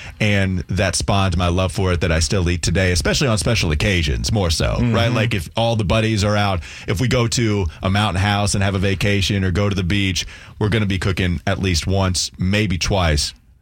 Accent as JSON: {"language": "English", "region": "North Carolina", "country": "United States", "tie": "born or raised there", "said": "growing up in Catawba County, especially in high school, I was brought to the wonderful taste of liver mush from some friends' grandmothers, right?"}